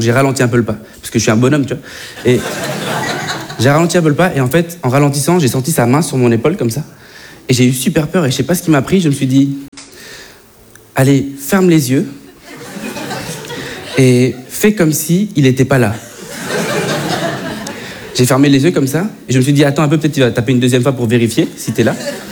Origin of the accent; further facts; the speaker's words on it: Bordeaux, Nouvelle-Aquitaine, France; moved away as an adult; now in Paris, France; Moi je viens de Bordeaux.